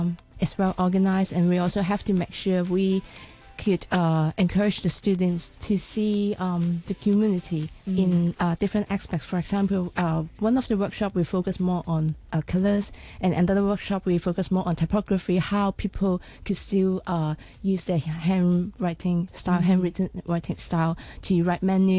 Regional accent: Tsuen Wan, Hong Kong; I grew up in Chuen Wan.

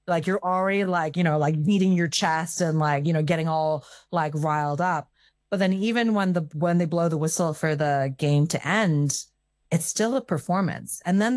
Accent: Hong Kong; also born or lived in Oregon, United States; I think as a child, like I didn't even feel American, like growing up. I grew up in Aplachow in Hong Kong.

